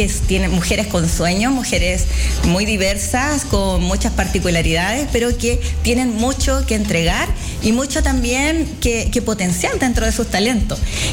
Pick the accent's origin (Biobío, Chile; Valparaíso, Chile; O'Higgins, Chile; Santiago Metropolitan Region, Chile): Biobío, Chile; Talcahuano; volví hacia mi región, porque yo soy chorera de corazón, soy de Talcahuano